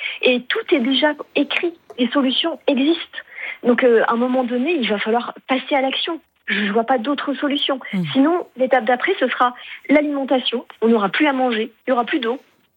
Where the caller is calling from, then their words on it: Bordeaux, Nouvelle-Aquitaine, France; Moi, je suis de Bordeaux, donc j'ai vécu en direct le premier incendie de 2022